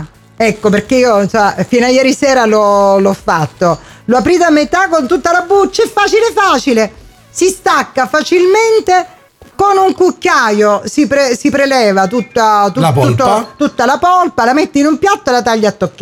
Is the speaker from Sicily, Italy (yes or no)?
yes; Sicily, Italy; io faccio l'italiana. Anzi, la siciliana doc.